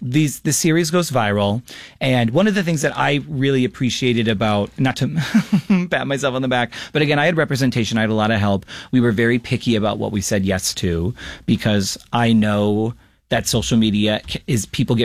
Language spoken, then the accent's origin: English; United States; I grew up in America.